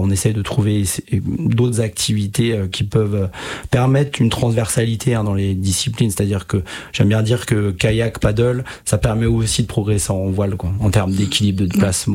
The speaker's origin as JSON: {"language": "French", "town": "Metz", "region": "Grand Est", "country": "France", "said": "et moi, justement, je suis issu de Messin, hein, j'ai pratiqué la voile optimiste dès la scolarité primaire, dès le CM1, CM2."}